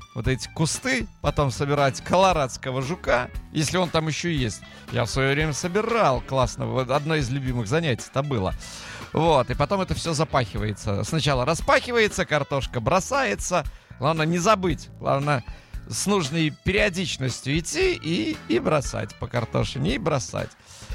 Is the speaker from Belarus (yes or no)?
yes; Belarus; Я с Беларуси.